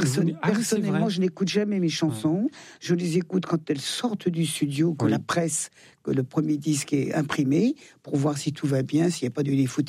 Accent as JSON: {"language": "French", "region": "Auvergne-Rhône-Alpes", "country": "France", "said": "Je suis plus savoyarde que française, d'ailleurs."}